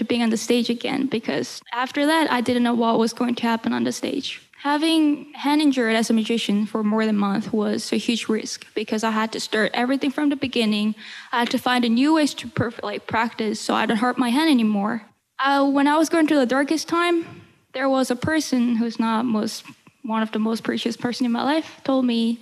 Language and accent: English; Atlanta, Georgia, United States; now in New York, United States